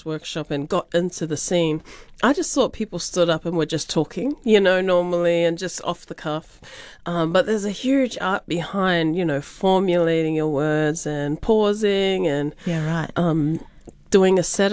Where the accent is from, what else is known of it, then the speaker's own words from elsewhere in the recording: South Auckland, Auckland, New Zealand; we're all women, we're all Pacific, we're all from South Auckland, but we're very different people.